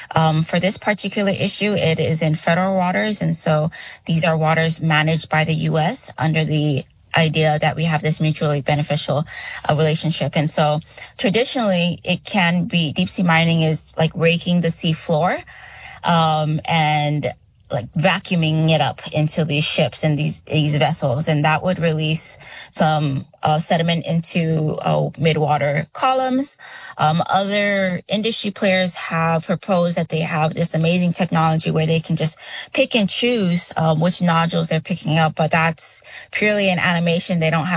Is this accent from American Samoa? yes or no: yes; Pago Pago, Tutuila, American Samoa; also born or lived in California; I come from Pangopango, American Samoa, specifically on the island of Tutuila. I am a Samoan Filipino born in California, so I'm a U.S. citizen. However, I was raised here for almost all my life, and so American Samoa is definitely my home.